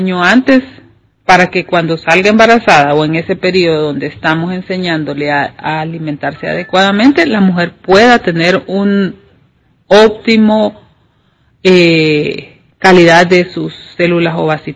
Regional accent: Honduras; nosotros somos, los hondureños

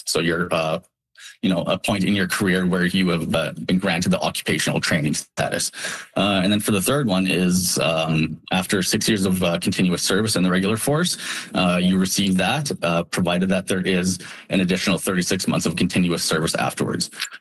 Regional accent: Regina, Saskatchewan, Canada; So I'm actually originally from Regina, and it's nice to be back home now, actually recruiting and working here in my community, letting everybody know.

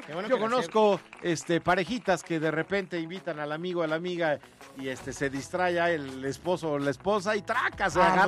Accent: Mexico; Somos mexicanos

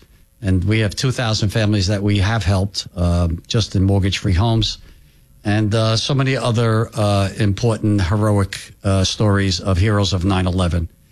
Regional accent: Staten Island, New York, United States; Now, you know, he was going to a school on Staten Island. We're all from Staten Island.

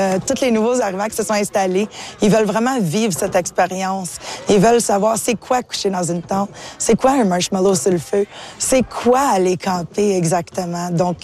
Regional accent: Moonbeam, Ontario, Canada; also born or lived in Kapuskasing; moi, je viens de Moonbeam originalement, de Kapuskasing et de Moonbeam.

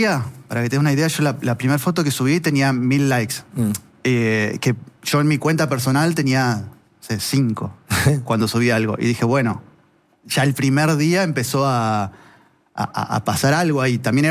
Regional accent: Esperanza, Santa Fe, Argentina; correcto. Exactamente. Y me fui a Santa Fe Capital con dos amigos del colegio.

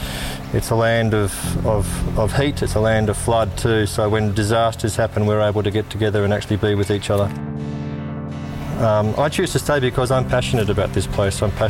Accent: Sydney, New South Wales, Australia; born there; I was born in Sydney. Sydney is very hustle and bustle.

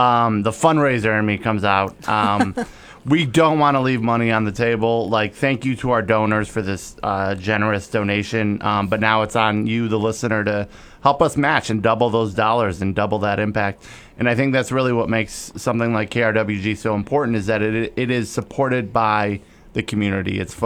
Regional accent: Detroit, Michigan, United States; I'm from Detroit. Trust me.

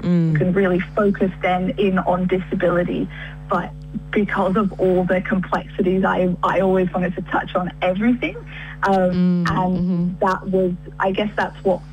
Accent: United Kingdom; also born or lived in Tunisia; I'm British and I'm Tunisian, which is in North Africa.

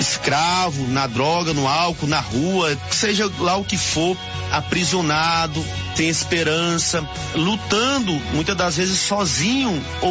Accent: Ceará, Brazil; sou do Ceará.

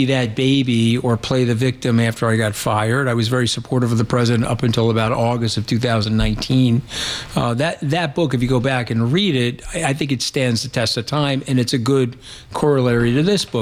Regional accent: New York, United States; we're two New Yorkers. You're from Queens. I'm from Nassau County.

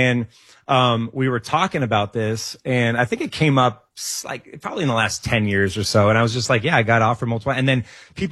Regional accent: Santa Ana, California, United States; I grew up middle class in Santa Ana.

